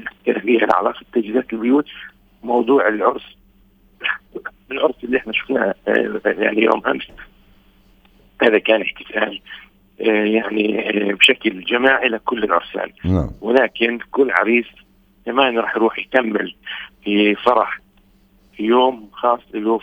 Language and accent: Arabic; Palestine; إحنا شعب فلسطيني